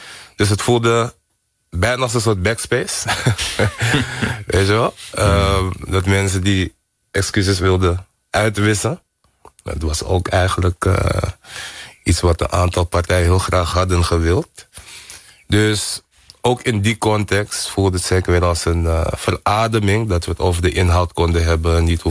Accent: Amsterdam, North Holland, Netherlands; Omdat ik ben hier geboren en getogen in Amsterdam, in Nederland. Maar ik woonde wel in een hele Surinaamse omgeving.

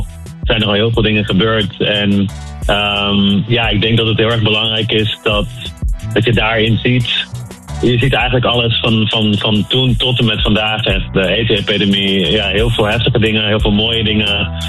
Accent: Curaçao; En voor mij, ik kom zelf van Curaçao, dus ik vind het heel erg belangrijk om ook jongeren te laten zien... voorbeelden te laten zien.

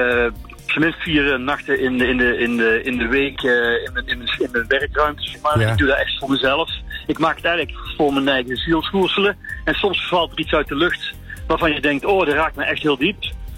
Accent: Limburg, Belgium; also born or lived in Sittard, Netherlands; ik ben geboren in Sittard, maar ik ben opgegroeid in Belgisch Limburg. Ja. Dus ik ben een beetje de best of both worlds.

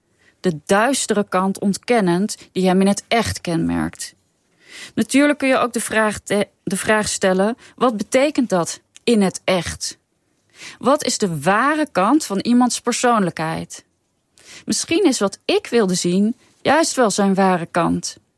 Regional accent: Sweden; now in Netherlands; Ik ben in Zweden opgegroeid. Maar op een gegeven moment nam mijn moeder mij mee naar Nederland. En toen kwamen we op een gegeven moment ook in Scheveningen te wonen.

